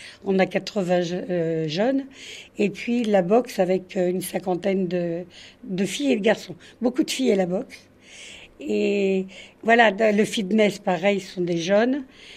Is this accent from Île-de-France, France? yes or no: yes; Paris, Île-de-France, France; now in Île de Ré, France; moi, je suis parisienne